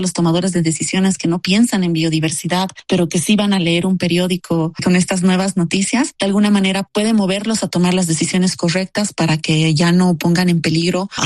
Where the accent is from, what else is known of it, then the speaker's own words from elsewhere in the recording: Bolivia; Te hablo como boliviana, ¿no?